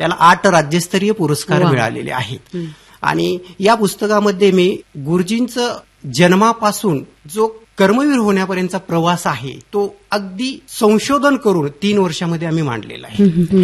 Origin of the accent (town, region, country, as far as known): Godgaon, Maharashtra, India; born or raised there